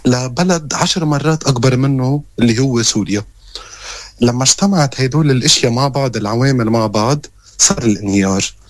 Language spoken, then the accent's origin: Arabic; Lebanon; نحن كلبنانية أو كشعب لبناني محارب